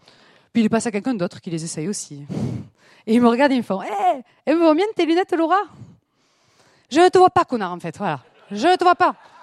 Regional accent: Béziers, Occitanie, France; accent: southern French (Béziers); now in Grenoble, France; on finira toujours par me dire que mon accent, il vient soit de Toulouse, soit de Marseille. Voilà, tout le temps, on me dit ça avec l'accent. Il n'y a qu'une fois où il y a un monsieur qui a visé juste. Il m'a fait « Oh, mais je reconnais l'accent qui vient de Béziers. »

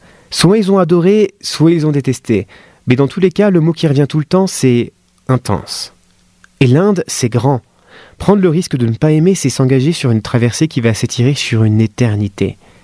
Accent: France; J'ai grandi en France, comme beaucoup de personnes qui écoutent ce podcast.

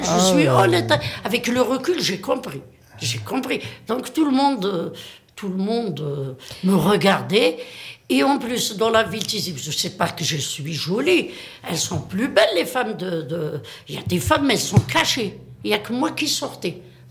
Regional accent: Tizi Ouzou, Tizi Ouzou Province, Algeria; moved away; je venais de Tizi Ouzou.

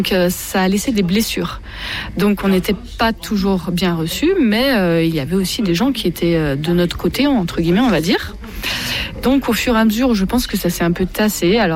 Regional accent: Auvergne-Rhône-Alpes, France; Nous venons de Haute-Loire, principalement, un petit peu de la Loire aussi.

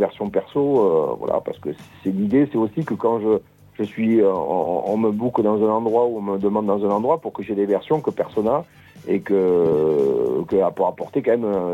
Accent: Occitanie, France; born there; On sera dans mon village natal, comme chaque année.

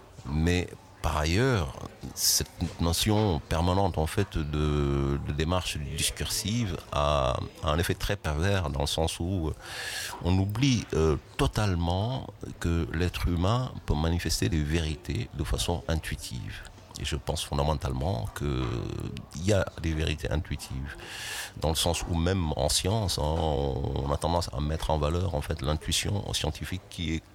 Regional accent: Senegal; c'est un mot que j'entendais même pas parler chez moi au Sénégal

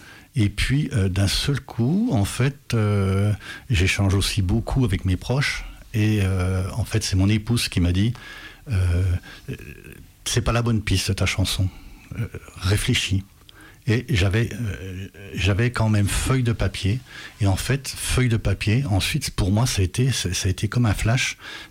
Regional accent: Grez, Bourgogne-Franche-Comté, France; now in Beaujolais, France; Et puis les vicissitudes de la vie ont fait que j'ai changé de région. J'étais originaire de Grez, en Haute-Saône, et j'ai débarqué ici dans le Beaujolais.

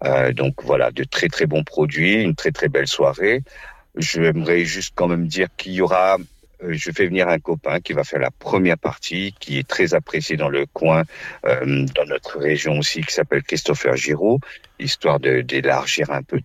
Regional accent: Réunion; first language Réunion Creole; French is a second language; c'est notre langue natale. Et effectivement, l'un de ces messages, on va dire, c'est vrai que on est français, aucun problème, mais on a aussi une autre particularité à nous de parler aussi une autre langue, qui est un mélange de plusieurs langues, le créole réunionnais.

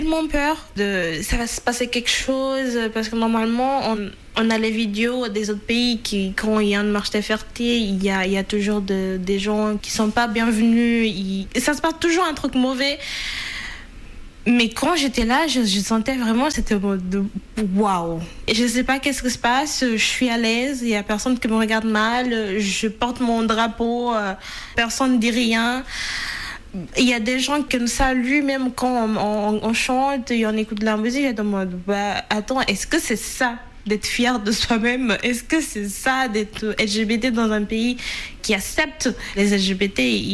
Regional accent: Angola; now in France; Là, en Angola, j'arrivais pas à sortir de chez moi pour avoir des interactions sociales, à part l'église, la maison et la maison de ma copine

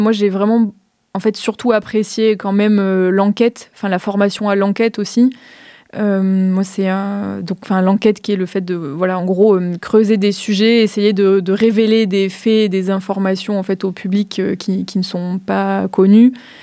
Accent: Auvergne-Rhône-Alpes, France; also born or lived in Tours; j'ai fait le choix, en fait, en 2021, de revenir en Drôme, parce que moi, je suis originaire de Drôme provençale, et de m'installer dans le Crétois.

